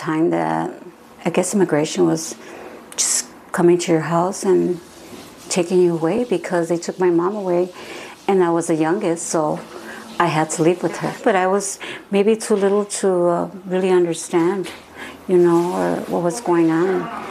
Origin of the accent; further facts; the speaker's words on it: Cooter, Missouri, United States; born there; I was born in Missouri, Cooter, Missouri